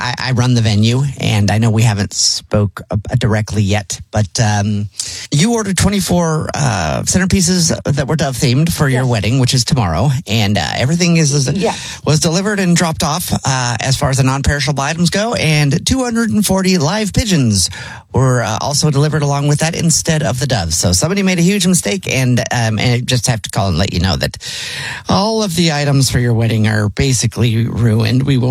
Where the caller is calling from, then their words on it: Manor, Texas, United States; I'm calling from Manor.